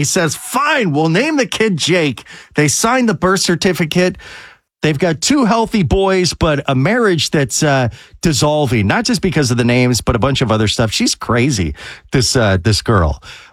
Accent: Chicago, Illinois, United States; moved away; I grew up in Chicago.

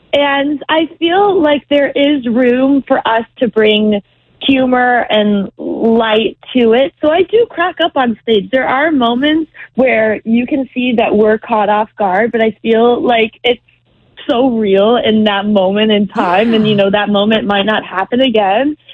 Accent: Gainesville, Georgia, United States; born there; moved away as an adult; also born or lived in Ohio; now in New York City, United States; I'm doing all these shows in the Gainesville High School where I went.

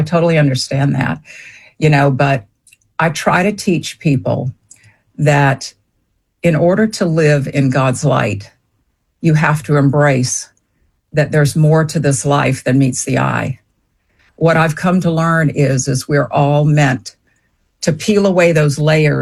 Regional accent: Savannah, Georgia, United States; born or raised there

